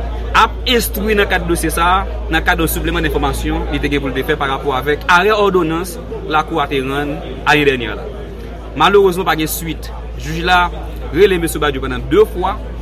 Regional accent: Haiti; en tant qu'haïtien conséquent

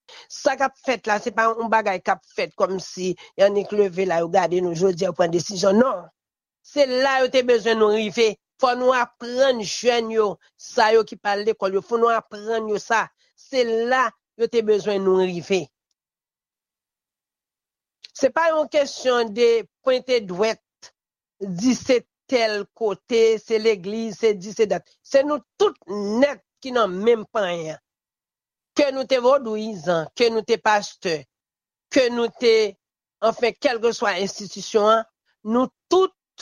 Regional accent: Haiti; Et moi même en tant que haïtien

